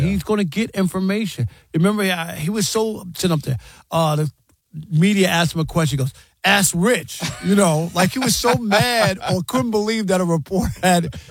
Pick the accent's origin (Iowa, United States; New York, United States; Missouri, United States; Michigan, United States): New York, United States; Queens; If you're a Jets fan, I grew up in Queens. I used to go to Jets games at Shea Stadium.